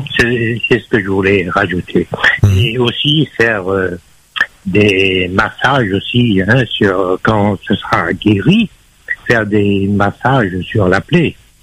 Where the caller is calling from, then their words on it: Dreux, Centre-Val de Loire, France; j'habite à Dreux, hein, du côté de Charles.